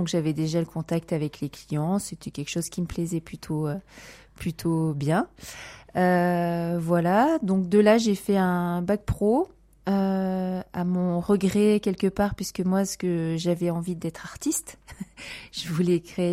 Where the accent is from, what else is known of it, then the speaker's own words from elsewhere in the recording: Solignac-sur-Loire, Auvergne-Rhône-Alpes, France; also born or lived in Le Puy-en-Velay; Alors je suis une pure souche de Haute-Loire, donc je suis née au Puy-en-Velay. J'ai passé mon enfance sur Solignac-sur-Loire, plus précisément dans le plus beau village juste à côté, à Gisou.